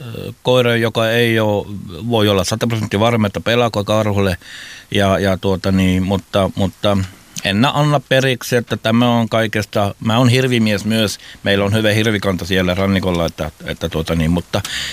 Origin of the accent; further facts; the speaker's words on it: Pedersöre, Ostrobothnia, Finland; ja mä tuun Pedersöörestä.